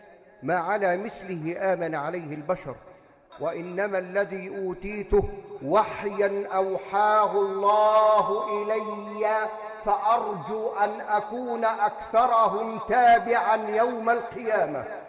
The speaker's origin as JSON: {"language": "Arabic", "country": "Egypt", "said": "اللهم اجعل بلدنا مصر بلد أمن وأمان"}